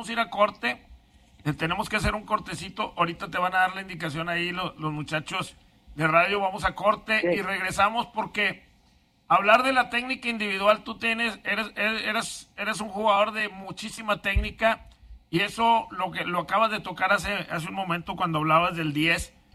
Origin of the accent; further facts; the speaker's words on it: Mexico; nosotros como mexicanos